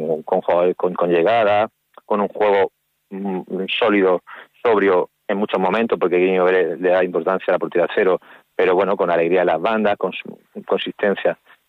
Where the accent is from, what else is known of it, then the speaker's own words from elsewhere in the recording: Cartagena, Region of Murcia, Spain; soy de Cartagena